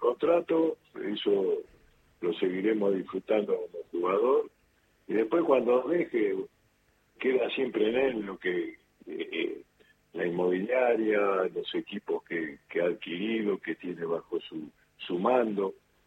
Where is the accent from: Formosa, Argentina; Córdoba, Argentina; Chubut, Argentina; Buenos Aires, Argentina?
Buenos Aires, Argentina; No, digo, nací en el Pirovano, sí, siempre estuve en capital